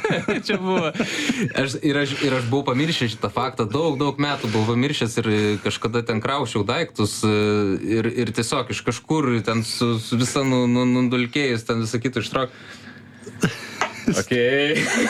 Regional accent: Kaunas, Kaunas County, Lithuania; užaugau Kaune

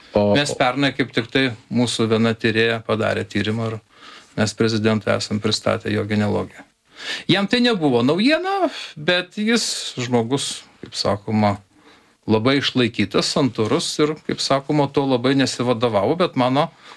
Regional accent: Anykščiai, Utena County, Lithuania; aš kilęs iš Anykščių, aš kai parvažiuoju Anykščius, tai aš, kaip sakoma, gatvėj, manau, kad ten beveik visi yra susiję.

